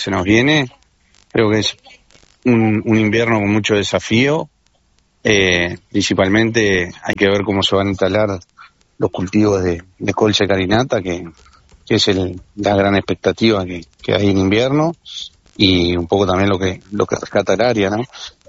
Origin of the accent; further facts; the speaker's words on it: Uruguay; lo que podemos hacer como uruguayo